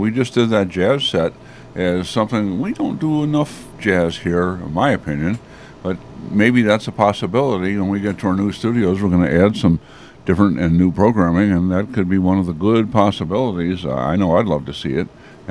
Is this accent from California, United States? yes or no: no; Brownsburg, Indiana, United States; Brownsburg, my hometown, Brownsburg.